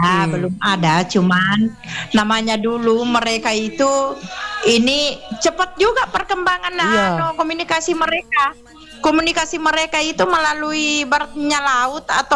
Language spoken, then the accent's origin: Indonesian; Sidrap, South Sulawesi, Indonesia; di kampung saya di Sidrap